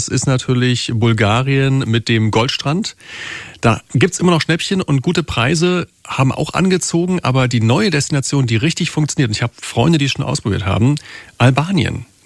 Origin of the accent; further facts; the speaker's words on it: East Germany, Germany; ich bin ein Kind des Ostens, habe jeden Sommer in Kühlungsborn verbracht.